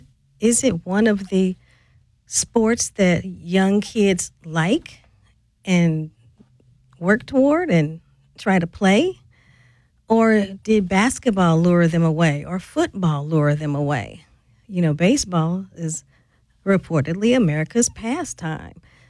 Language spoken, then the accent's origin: English; St. Louis, Missouri, United States; born or raised there